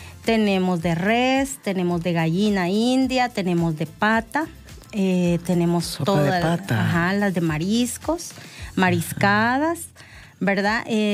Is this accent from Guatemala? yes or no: yes; Guatemala; now in El Salvador; Yo soy guatemalteca